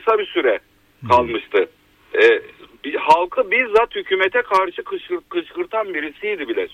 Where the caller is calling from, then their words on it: Antalya, Turkey; ben Antalya'dan.